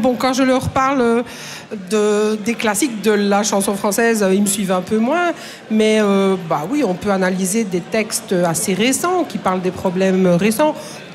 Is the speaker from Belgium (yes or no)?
yes; Étalle, Wallonia, Belgium; Oui, nous venons d'Étale, en Gaume, à 10 km de l'abbaye d'Orval. En général, les gens connaissent.